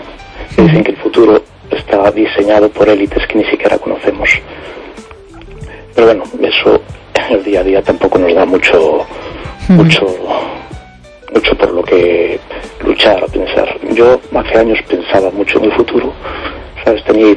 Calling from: A Coruña, Galicia, Spain; de Coruña.

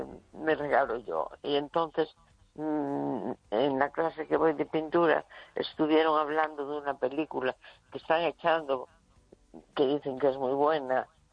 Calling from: A Coruña, Galicia, Spain; de La Coruña.

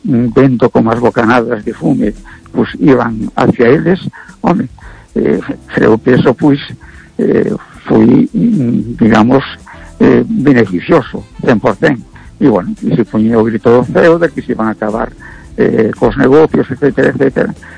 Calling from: A Coruña, Galicia, Spain; de Coruña.

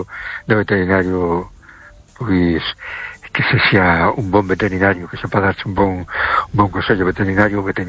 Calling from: A Coruña, Galicia, Spain; de Coruña.

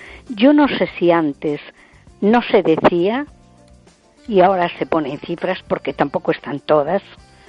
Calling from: A Coruña, Galicia, Spain

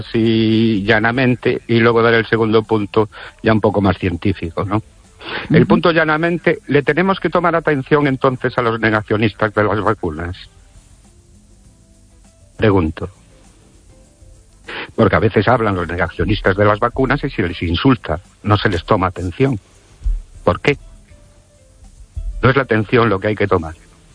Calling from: Ourense, Galicia, Spain

